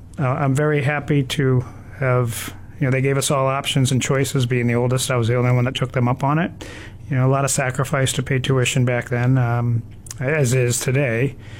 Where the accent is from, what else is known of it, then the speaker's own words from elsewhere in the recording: Canton, Massachusetts, United States; moved away as an adult; also born or lived in Brookline, Massachusetts; I was born in Brookline, and about 2 years old, we moved to Canton, Massachusetts, where my parents still reside.